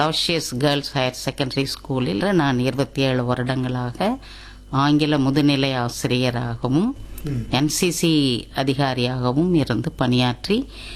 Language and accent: Tamil; India; also born or lived in Kandy, Sri Lanka; பிறந்த இடம் வந்து சிலோன்ல, கண்டி டவுன்ல, நூரேலியாங்கிற டிஸ்ட்ரிக்ட்ல பிறந்தேன். 1956ல ரிபேட்ரியேட்ஸ் ஆக நாங்கள் இந்தியாவுக்கு திரும்பி வந்தோம்.